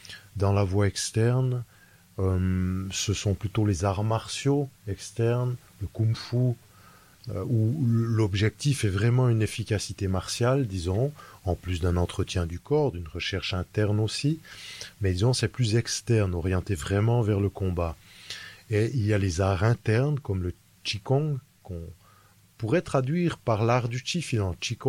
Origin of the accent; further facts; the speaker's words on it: Switzerland; born there; je suis né en Suisse, j'ai 46 ans